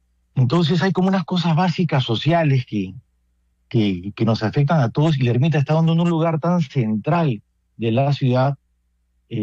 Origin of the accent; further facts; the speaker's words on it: Colombia; Yo soy colombiano, padre, de corazón. Yo soy sacerdote diocesano.